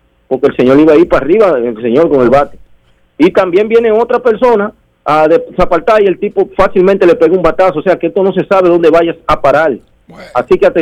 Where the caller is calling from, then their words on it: Herrera, Santo Domingo, Dominican Republic; de Herrera.